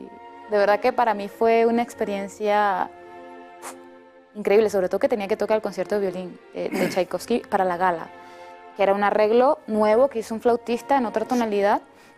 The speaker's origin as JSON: {"language": "Spanish", "country": "Venezuela", "said": "yo soy venezolana"}